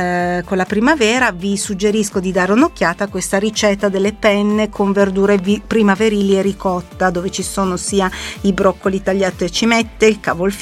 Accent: Milan, Lombardy, Italy; noi che siamo di Milano

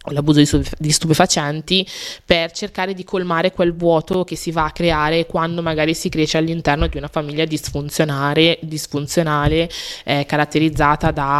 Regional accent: Cremona, Lombardy, Italy; born there; io sono nata a Cremona nel 1995

